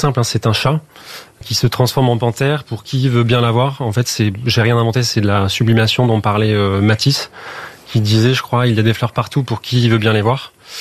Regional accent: Toulouse, Occitanie, France; Je viens exactement de la banlieue de Toulouse

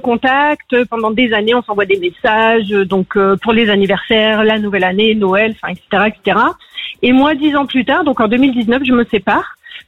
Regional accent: northern France, France; parce qu'il faut savoir que moi je suis du Nord et lui du Sud.

